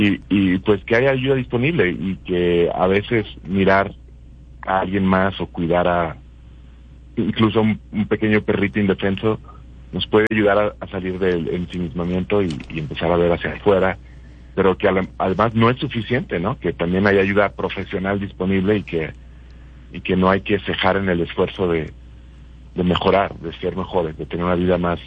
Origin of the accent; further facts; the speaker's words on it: Guadalajara, Jalisco, Mexico; moved away as an adult; also born or lived in London; now in Mexico City, Mexico; bueno, yo estudié efectivamente teatro en Guadalajara. Soy de Guadalajara y estudié allá, y después trabajé profesionalmente allá unos años. Después tuve la inquietud de, no sé, esa inquietud de juventud de salir. Me fui a vivir a Londres, viví en Londres 2 años.